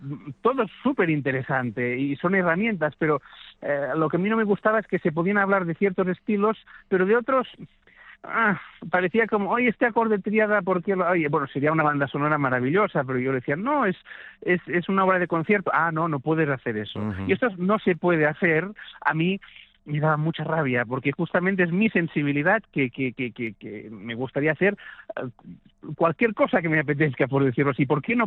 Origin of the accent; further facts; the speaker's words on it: Spain; also born or lived in New York; yo nunca quiero renunciar a mis raíces. Y me siento pues muy feliz de estar en mi país en fin, de tener una carrera en Cataluña y en España, ¿no?